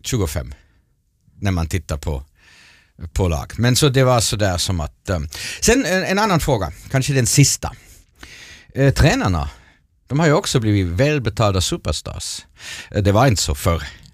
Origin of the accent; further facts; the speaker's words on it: Germany; moved away; mitt hemland, Tyskland.